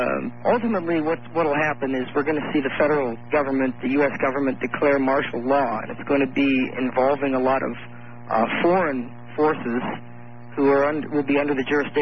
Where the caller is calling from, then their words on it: Colorado, United States; I'm calling from the Roaring Fork Valley in Colorado.